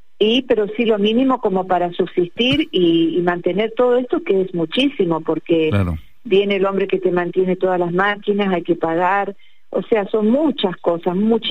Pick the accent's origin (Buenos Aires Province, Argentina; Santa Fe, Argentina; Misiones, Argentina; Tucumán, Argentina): Santa Fe, Argentina; Rosario; now in Córdoba, Argentina